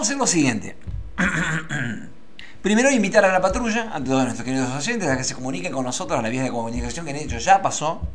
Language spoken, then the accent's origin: Spanish; Argentina; A mí me da orgullo ser argentino